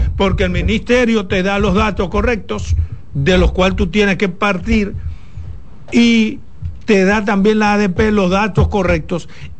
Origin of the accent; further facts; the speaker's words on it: Dominican Republic; Pero además somos dominicanos.